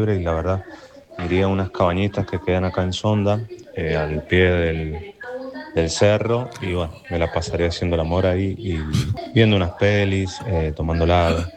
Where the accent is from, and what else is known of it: San Juan, Argentina